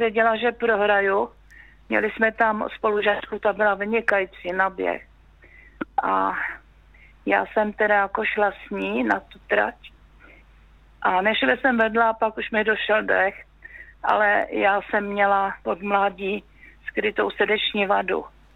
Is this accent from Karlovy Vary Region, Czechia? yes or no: yes; Horní Slavkov, Karlovy Vary Region, Czechia; also born or lived in Ostrava; jsem se narodila sice v Ostravě, vyrostla jsem v západních Čechách, v Horním Slavkově, ale tak jsme se přestěhovali na malou vesničku.